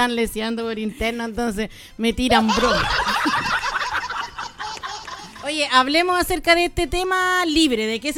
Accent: Peumo, O'Higgins, Chile; yo soy de Peumo y estoy trabajando acá en San Vicente.

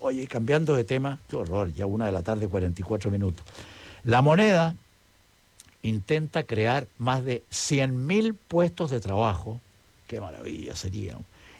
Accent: Chile; como chileno común y corriente

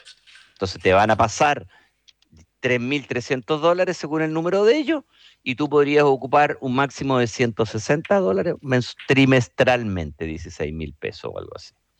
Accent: Chile; los 18 millones de personas que somos los chilenos, o cuántos seamos los chilenos.

